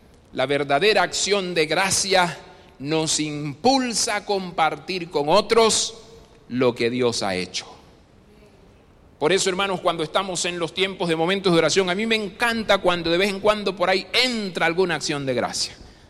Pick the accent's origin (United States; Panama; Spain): Panama; moved away as an adult; also born or lived in Guanacaste, Costa Rica; now in Costa Rica; Yo soy de nacionalidad panameña, aunque ahora ya soy más tico que el gallo pinto, dice. Porque ya tengo, bueno, 16 años viviendo en este país. Y por ahí pues hay otros testimonios y viví en otro momento hace muchos años atrás también en Guanacaste.